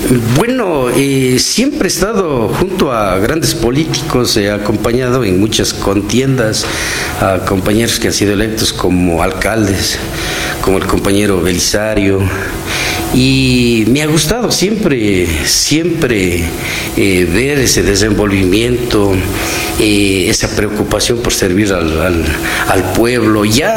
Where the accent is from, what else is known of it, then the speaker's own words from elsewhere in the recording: Cañar, Ecuador; creo que soy de acá, de Cañar de Pachacuti Urbano, el único afiliado